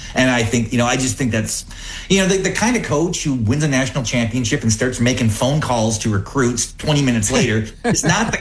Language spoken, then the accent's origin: English; North Dakota, United States; I grew up in North Dakota